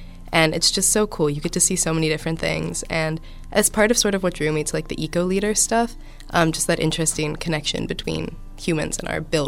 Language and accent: English; Forest Hills, Pennsylvania, United States; I grew up in the Forest Hills, Braddock area